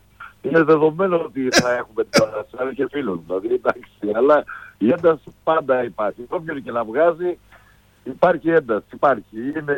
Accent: Kalamata, Peloponnese, Greece; born there; Ενεργός πολύ και αρχηγός στον τόπο μου.

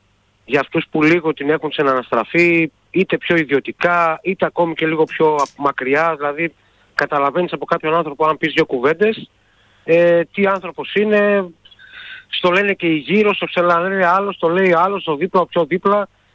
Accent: Greece; επειδή είμαστε Έλληνες

